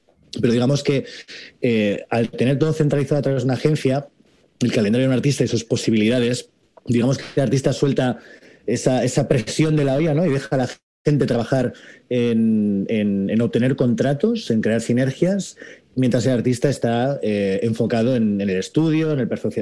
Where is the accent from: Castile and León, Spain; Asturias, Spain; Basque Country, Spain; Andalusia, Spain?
Basque Country, Spain; Bilbao; Yo soy de Bilbao, del País Vasco